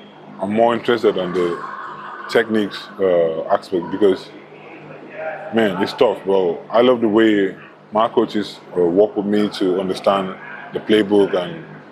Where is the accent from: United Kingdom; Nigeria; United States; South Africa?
Nigeria; Benue; I'm from Benue State, Nigeria.